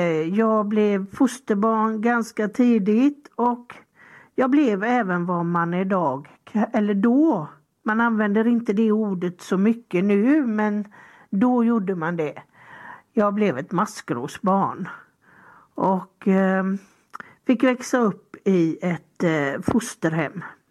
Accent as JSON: {"language": "Swedish", "town": "Gothenburg", "region": "Västra Götaland County", "country": "Sweden", "tie": "born or raised there", "said": "Jag växte upp i Landala."}